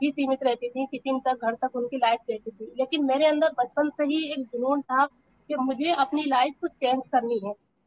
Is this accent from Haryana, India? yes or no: no; Rampur, Uttar Pradesh, India; और मैं रामपुर शहर से छोटे से मोहल्ले कलकत्त के रहने वाली हूँ।